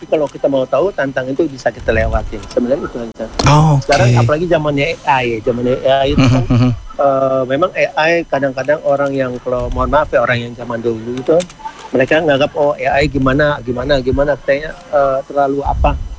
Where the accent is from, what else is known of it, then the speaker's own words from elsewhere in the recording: Manado, North Sulawesi, Indonesia; Iya, betul. Kita dari Manado.